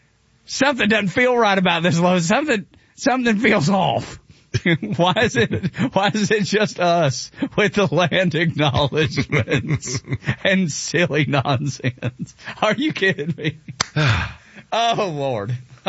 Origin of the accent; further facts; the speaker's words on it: Dalton, Georgia, United States; And so the Trail of Tears started up near where I'm from. I'm from Dalton, Georgia.